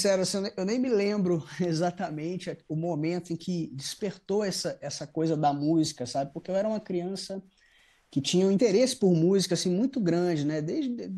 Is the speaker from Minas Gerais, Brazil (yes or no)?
yes; Muzambinho, Minas Gerais, Brazil; moved away as an adult; also born or lived in Rio de Janeiro; assim que eu fui morar no Rio de Janeiro, né? Porque eu saí da minha cidadezinha de Muzambinho com 18 anos e fui morar no Rio